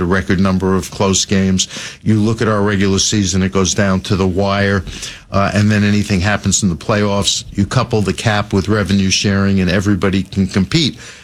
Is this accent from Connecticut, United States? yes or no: no; New York, United States; You know, growing up in New York, you had to... all the majors.